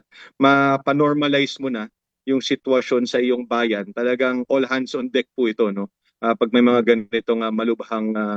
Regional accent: Cagayan Valley, Philippines

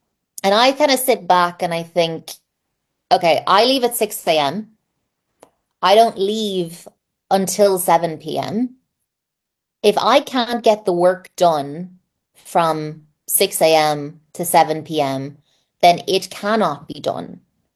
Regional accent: Ireland; as an Irish person

